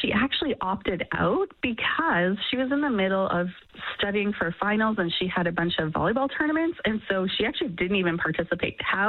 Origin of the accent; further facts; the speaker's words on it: Leduc, Alberta, Canada; You know, if you lived maybe in a small town, I grew up in Leduc, Alberta, it would have been easier